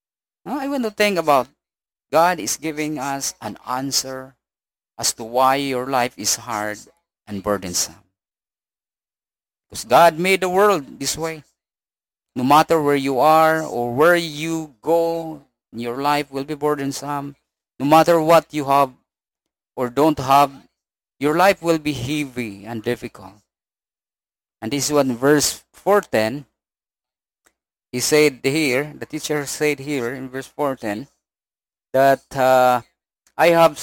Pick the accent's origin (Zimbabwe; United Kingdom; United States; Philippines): Philippines; Mindanao; where I grew up here in Mindanao